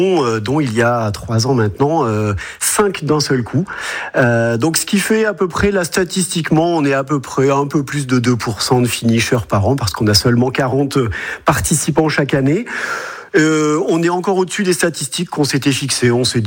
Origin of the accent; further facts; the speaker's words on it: France; Chez nous, en France